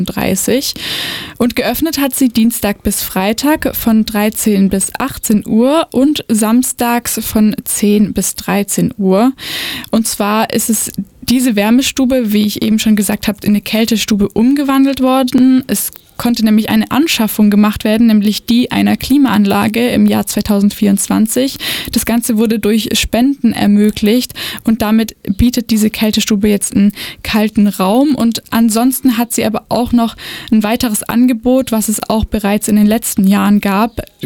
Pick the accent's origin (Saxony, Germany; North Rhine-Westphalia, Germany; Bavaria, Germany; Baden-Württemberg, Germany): Baden-Württemberg, Germany; Rottweil; Da gibt es zum Beispiel in meiner Heimatstadt Rottweil auch eine, bei der ich mal war.